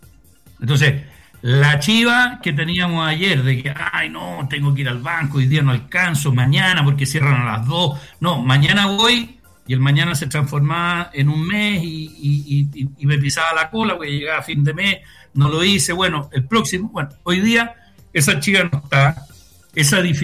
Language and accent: Spanish; Chile